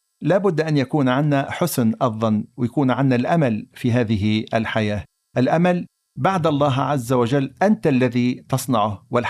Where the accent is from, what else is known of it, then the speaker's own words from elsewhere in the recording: Tunisia; accent: Tunisian; في لهجتنا التونسية